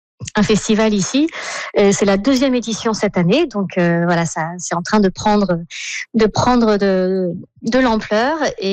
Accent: Provence-Alpes-Côte d'Azur, France; now in Düsseldorf, Germany; moi, je suis française de la Côte d'Azur, mais j'habite à Düsseldorf. Donc je venais d'Allemagne.

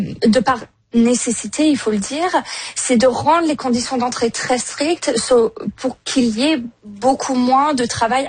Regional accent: France; moved away as an adult; now in Canada; comme vous pouvez l'entendre, je suis française

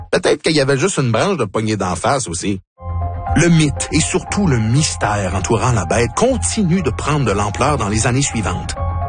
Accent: Terrebonne, Quebec, Canada; Là, excusez pour la prononciation, là, je viens de Terrebonne.

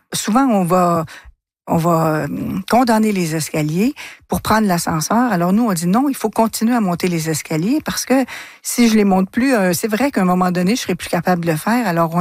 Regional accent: Trois-Rivières, Quebec, Canada; moi, je suis de Trois-Rivières

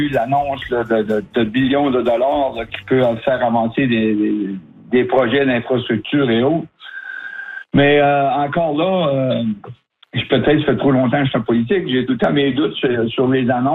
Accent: Hearst, Ontario, Canada; moi j'ai un projet chez nous à Hearst, c'est un stationnement pour gros camions.

